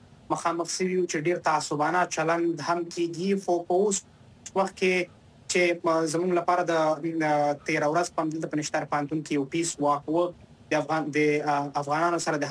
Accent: Afghanistan; حتی استادان به چې موږ دغه پښتنه کوله چې تاسو د کوم ځای یاستئ نو موږ چورتوی چې موږ د افغانستان یو

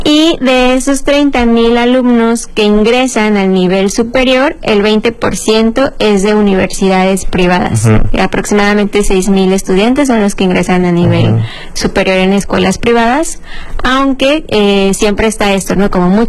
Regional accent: Mexico City, Mexico; moved away; Yo soy de Ciudad de México

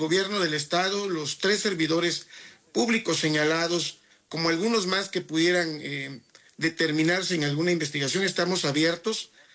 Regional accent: Oaxaca, Mexico; quien conozco de muchos años, somos oaxaqueños con quien tuve varias conversaciones previo a ser secretario de gobierno

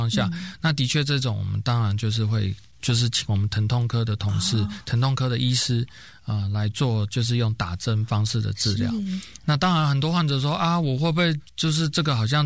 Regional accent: Taiwan; 我们台湾人

